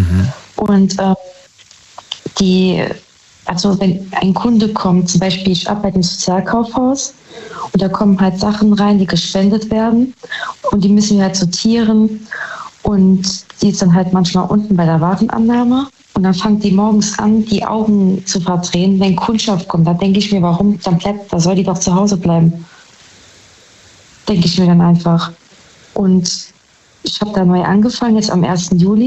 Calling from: Saarbrücken, Saarland, Germany; Saarbrücken.

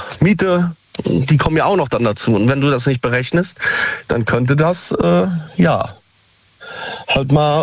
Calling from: Siegen, North Rhine-Westphalia, Germany

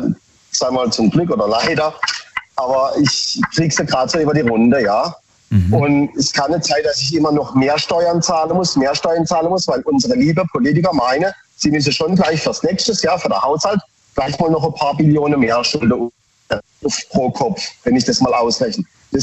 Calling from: Baden-Baden, Baden-Württemberg, Germany; Von Baden-Baden.

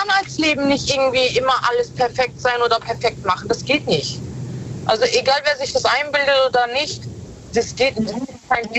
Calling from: Sankt Martin, Rhineland-Palatinate, Germany; Ich bin aus dem Rheinland-Pfalz.

